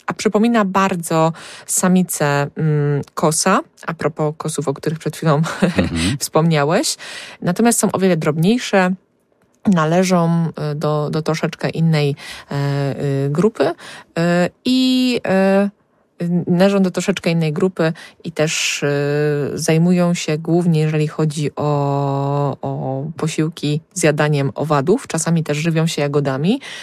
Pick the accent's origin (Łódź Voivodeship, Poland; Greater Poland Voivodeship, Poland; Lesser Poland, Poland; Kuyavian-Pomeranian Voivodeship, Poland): Greater Poland Voivodeship, Poland; Poznań